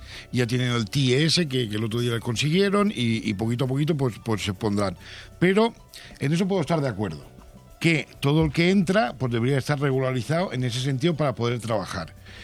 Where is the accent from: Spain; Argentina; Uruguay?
Spain; now in Callosa, Spain